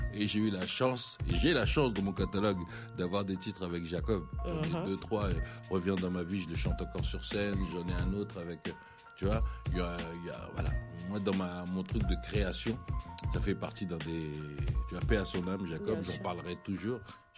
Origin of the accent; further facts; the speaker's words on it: Sarcelles, Île-de-France, France; j'ai grandi en même temps à Sarcelles, en 95.